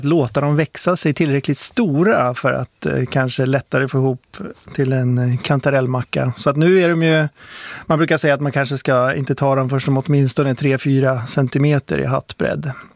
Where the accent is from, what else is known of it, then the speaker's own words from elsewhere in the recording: Sweden; Jag är svensk, det är hemligt.